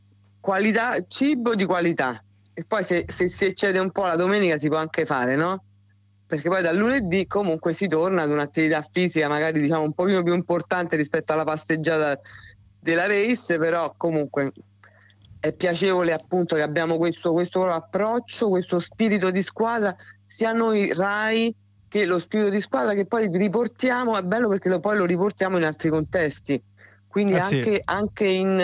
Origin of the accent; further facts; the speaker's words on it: Rome, Lazio, Italy; Io questo lo dico non da romana